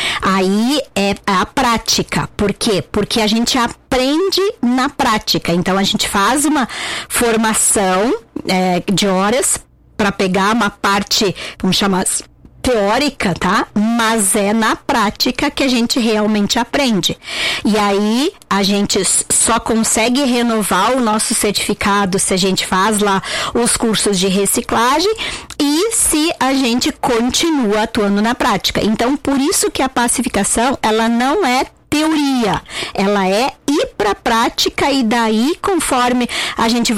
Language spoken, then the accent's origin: Portuguese; Nova Petrópolis, Rio Grande do Sul, Brazil; also born or lived in Porto Alegre; now in Nova Prata, Brazil; eu não sou de Nova Prata, eu estou morando agora aqui, acabou de fazer 2 anos, eu venho de Porto Alegre, eu sou de Nova Petrópolis, morava em Porto Alegre e agora estou aqui em Nova Prata.